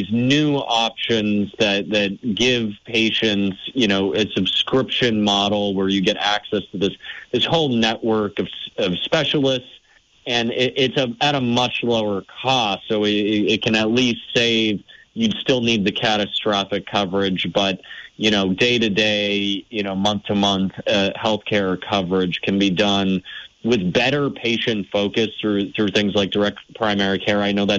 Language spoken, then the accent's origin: English; New Hampshire, United States; now in Vermont, United States; our neighbors in New Hampshire, my home state